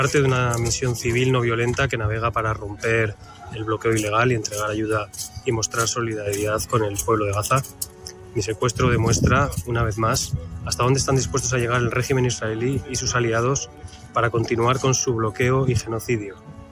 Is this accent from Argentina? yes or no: no; Basque Country, Spain; soy del País Vasco.